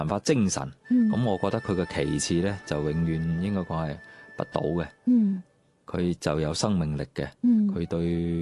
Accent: Guangdong, China; 所以不断创新就系我哋广东人嘅一种岭南或者叫岭南文化嘅一种最核心的价值。

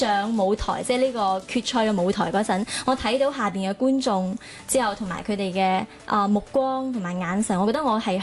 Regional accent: Guangzhou, Guangdong, China; 咁所以咧我就諗咗自己又係一個。土生土長的廣州人啦

